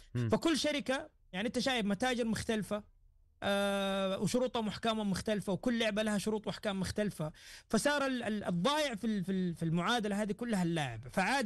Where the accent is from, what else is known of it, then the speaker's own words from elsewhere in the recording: Saudi Arabia; عندنا في السعودية